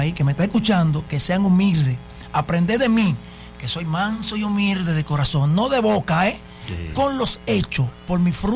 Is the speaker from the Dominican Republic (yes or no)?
yes; Samaná, Dominican Republic; born there; Como que estoy allá en los robalos de Samaná, donde yo nací.